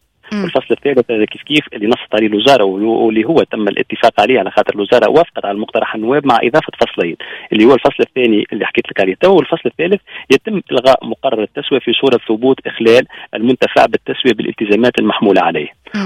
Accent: Sfax Governorate, Tunisia; حتى إحنا عندنا في صفاقس

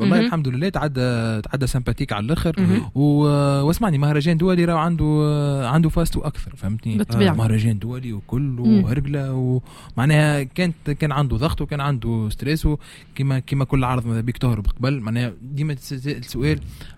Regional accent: Tunisia; احنا اقوى ميم عندنا في تونس خيبه امل كبيره

